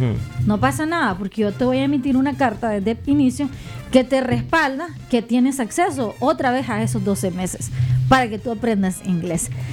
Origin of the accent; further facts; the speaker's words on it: Nicaragua; como nicaragüense, lo digo como nicaragüense, estamos acostumbrados a inscribirnos, sentarnos en un pupitre